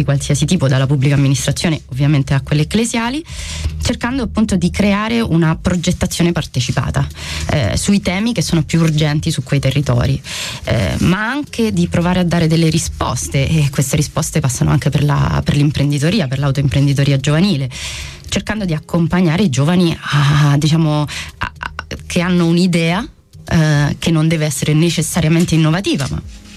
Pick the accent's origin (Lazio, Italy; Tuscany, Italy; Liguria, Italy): Lazio, Italy; Rome; Io sono di Roma.